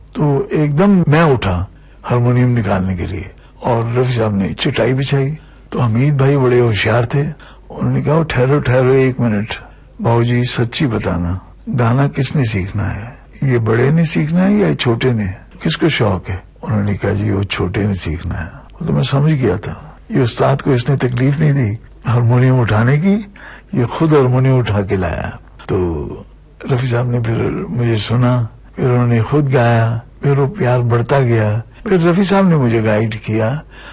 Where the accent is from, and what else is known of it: Amritsar, Punjab, India